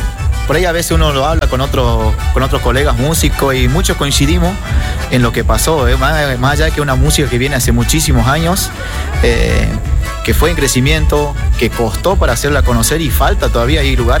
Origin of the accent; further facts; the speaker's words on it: Juan José Castelli, Chaco, Argentina; Yo vengo allá de Juan José Castelli